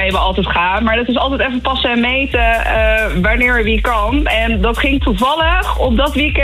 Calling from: Oegstgeest, South Holland, Netherlands; Ik kom uit Oostgeest.

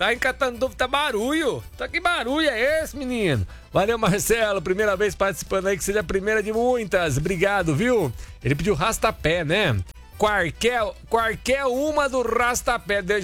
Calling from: São José do Rio Preto, São Paulo, Brazil; Bom dia, Nativa … é isso? Sou de São José do Rio Preto, trabalho no CEASA.

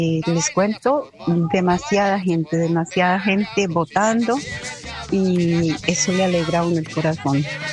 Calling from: Madrid, Community of Madrid, Spain; me encuentro en Madrid, España

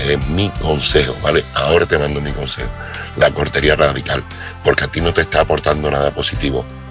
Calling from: Seville, Andalusia, Spain; corresponsal de Sevilla y este mensaje va para Patricia.

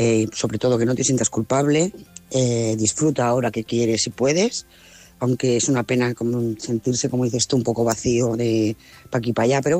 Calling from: Lloret de Mar, Catalonia, Spain; Hola, buenas noches, corresponsales, audiencia … de Lloret de Mar.

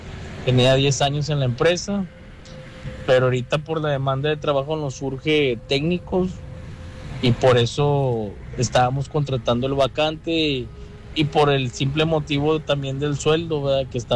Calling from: Guadalupe, Nuevo León, Mexico; Yo soy del municipio de Guadalupe, Nuevo León.

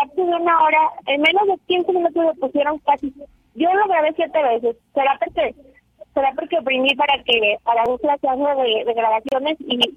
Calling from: Monterrey, Nuevo León, Mexico; Soy regia, mucha honra, mucho orgullo

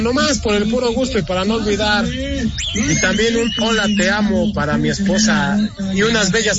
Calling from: Venustiano Carranza, Mexico City, Mexico; aquí en la Venustiano Carranza

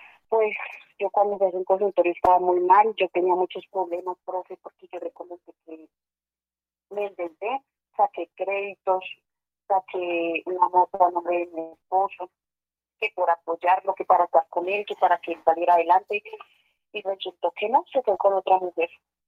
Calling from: Pacho, Cundinamarca, Colombia; Desde Pacho, Cundinamarca, maestro.

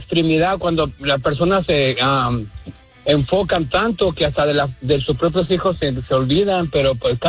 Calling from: Tijuana, Baja California, Mexico; de Tijuana.

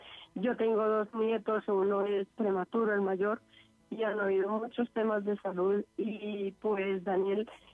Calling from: Bogotá, Colombia; Yo estoy acá, pues estoy acá en Ciudad Bolívar. Yo vivo acá en Ciudad Bolívar, zona 19.

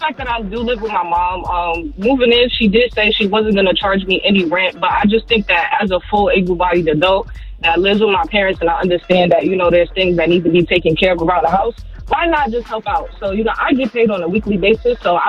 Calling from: New York City, New York, United States; was born in the Caribbean household, so, you know, they don't play when they come to that. I'm from Brooklyn, New York

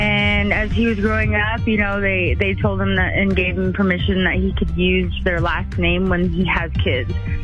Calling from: Farmington, New Mexico, United States; Farmington, New Mexico.

